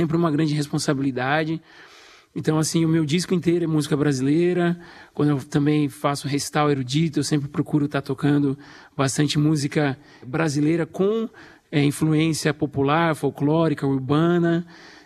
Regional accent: Itu, São Paulo, Brazil; moved away as an adult; now in United States; E são 14 anos já morando nos Estados Unidos. Eu sou do interior de São Paulo, de Itu. Cresci tocando em projeto social, banda de música, estudei na Unicamp.

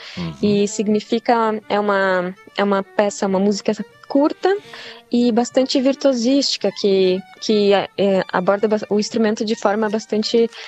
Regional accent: Rio Grande do Sul, Brazil; now in São Paulo, Brazil; Eu sou violinista gaúcha, eu estou morando atualmente em São Paulo, mas eu sou gaúcha.

